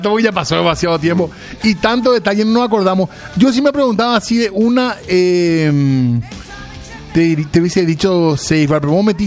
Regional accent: Paraguay; nosotros éramos un país de ¿cuánto? Éramos 3 millones poquito, y medio de habitantes.

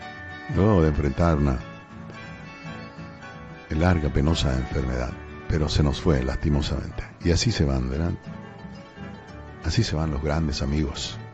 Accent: Paraguay; ese letargo que estamos como paraguayos y como ciudadanos.

